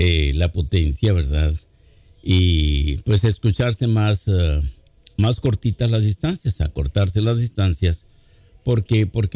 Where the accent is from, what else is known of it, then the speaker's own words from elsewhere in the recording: Durango, Mexico; now in Los Angeles, United States; yo soy de Durango, yo escucho la radio, los programas, yo los transmito desde por acá, desde Los Ángeles, California, todos los días.